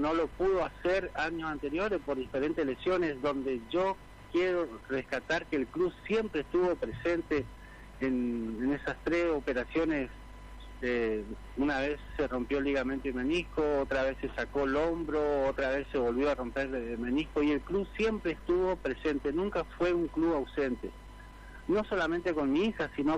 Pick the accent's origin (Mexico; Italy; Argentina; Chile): Argentina; Barranquera, Chaco; Nosotros somos una familia de Barranquera, estamos hace muchos años acá en Barranquera